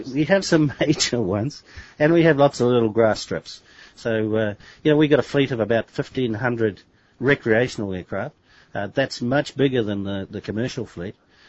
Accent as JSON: {"language": "English", "country": "New Zealand", "said": "in my home country of New Zealand"}